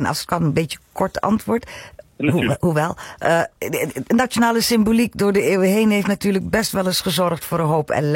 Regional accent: Netherlands; also born or lived in Malaysia; ik weet nog dat ik als klein kind in Maleisië op school zat en dan zei dat ik Nederlandse was

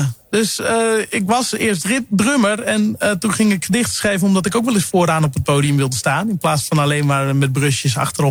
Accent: Sneek, Friesland, Netherlands; Ik groeide op in Sneek, hè.

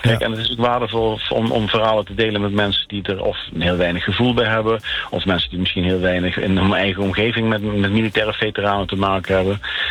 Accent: Netherlands; maar ook waar we met z'n allen voor staan als Nederlanders.

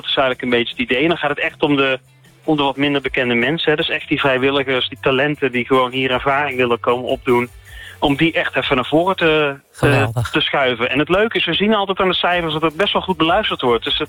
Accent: Tilburg, North Brabant, Netherlands; Ik kom uit Tilburg

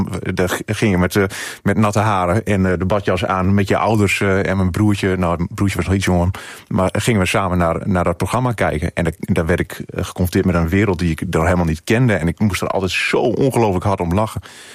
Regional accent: northern Netherlands, Netherlands; Ja, kijk, ik kom uit Noord-Nederland.

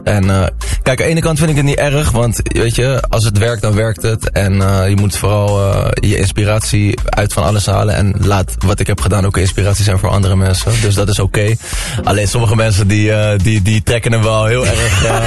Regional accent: Rotterdam, South Holland, Netherlands; we komen uit Krooswijk, zijn later naar Rotterdam-Zuid ben ik verhuisd. En ik heb eigenlijk altijd wel een welbespraakte moeder gehad. Die heeft mij altijd opgevoed en is heel streng geweest met, joh, je moet goed Nederlands praten.

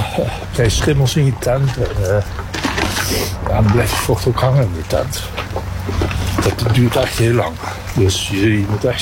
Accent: Nijmegen, Gelderland, Netherlands; born there; ik ben geboren in Nijmegen, gestoken. En ik ben aan de overkant geboren. Dat zou je zeggen, ja, natuurlijk, dat is Nijmegen ook. Maar daar vooraan, echt achter deze rivier, dan begint Nijmegen en daar heb je een heel klein wijkje. Dat was een volksbuurtje.

